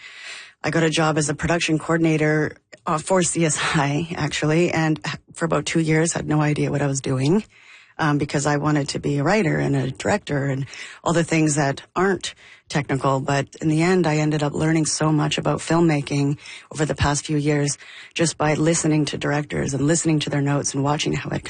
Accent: Calgary, Alberta, Canada; also born or lived in Jasper; And I grew up half in Jasper and then on a farm or a ranch outside of Calgary for most of my life.

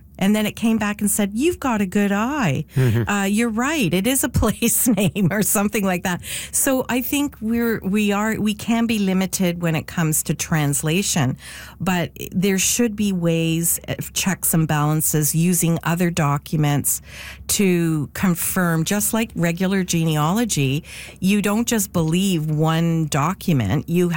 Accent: Canada; I'm so Canadian. I say please and thank you to an AI

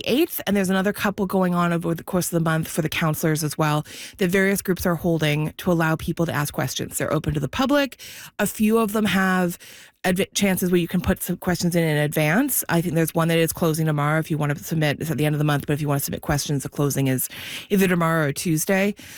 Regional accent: Kingston, Ontario, Canada; I'm from Kingston, so maybe I'm thinking like Sir John A. McDonald.

